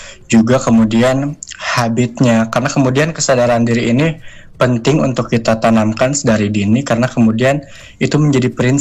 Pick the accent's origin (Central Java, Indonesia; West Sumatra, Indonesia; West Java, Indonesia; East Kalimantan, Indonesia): West Java, Indonesia; Garut; moved away as an adult; now in Bandung, Indonesia; Saya asli dari Garut.